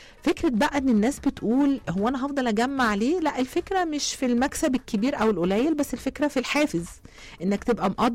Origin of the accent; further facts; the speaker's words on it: Egypt; ده احنا مصريين